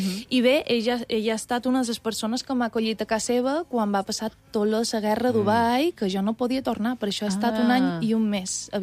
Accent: Mallorca, Balearic Islands, Spain; sóc d'una illa d'Espanya, sóc de Mallorca

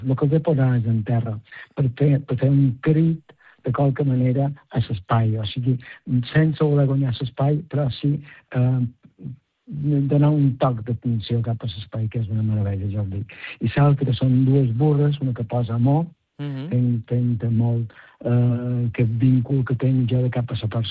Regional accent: Alaró, Balearic Islands, Spain; tinc una exposició aquí a l'Aró, al meu poble

